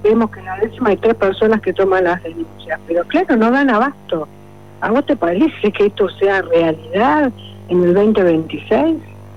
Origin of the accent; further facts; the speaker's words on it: Punta del Este, Maldonado, Uruguay; todos los que somos de acá de Punta del Este